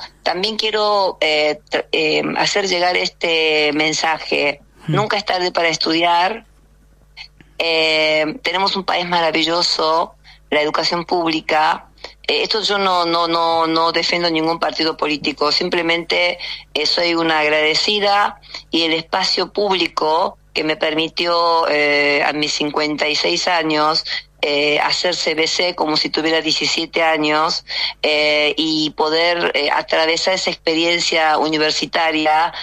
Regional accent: Argentina; born there; Spanish is a second language; also born or lived in South Korea; siendo coreana de nacimiento y argentina por adopción, y este idioma, igual que la escritura, las aprendí, las adquirí a mis 9, 10 años.

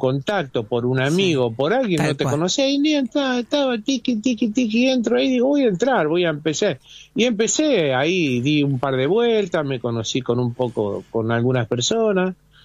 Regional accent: Rosario, Santa Fe, Argentina; born there; Yo nací en Rosario.

